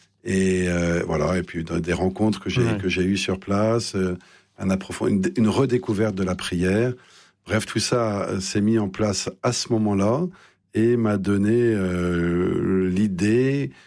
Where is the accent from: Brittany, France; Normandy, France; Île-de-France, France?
Île-de-France, France; Paris; now in Lille, France; Vous savez, je suis un Parisien indécrottable, j'ai vécu 54 ans à Paris, j'imaginais pas qu'on puisse respirer de l'oxygène ailleurs